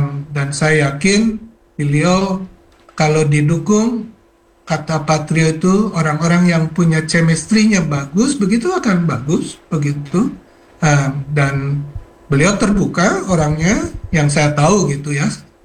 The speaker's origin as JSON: {"language": "Indonesian", "town": "Malang", "region": "East Java", "country": "Indonesia", "said": "tidak ada gunanya kita bicara untuk kita sebagai warga Malang"}